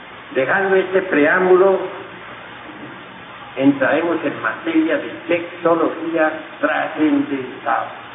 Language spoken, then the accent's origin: Spanish; Cotija, Michoacán, Mexico; moved away; Yo soy de Cotija, Michoacán. He vivido más que todo, más que en otros lugares, en distintos federales.